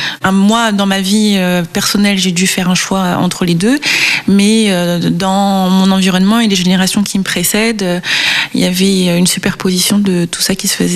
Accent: Réunion, France; also born or lived in Marseille / Valenciennes / French Guiana; je suis née à Marseille. J'ai grandi un peu à Valenciennes, un peu en Guyane et essentiellement à La Réunion.

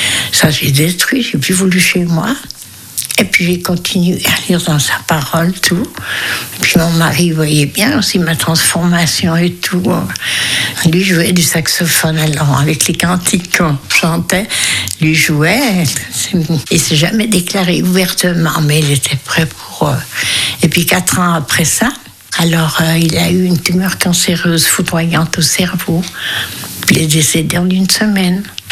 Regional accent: Germany; French is a second language; now in Switzerland; c'était comme elle savait l'allemand, je suis allemand.

